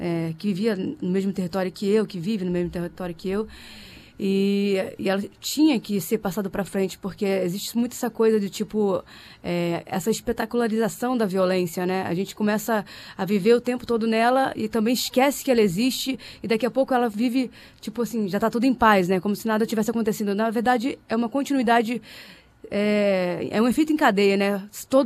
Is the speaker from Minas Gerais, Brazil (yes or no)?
no; Rio de Janeiro, Brazil; eu sou nascida e criada no Complexo do Alemão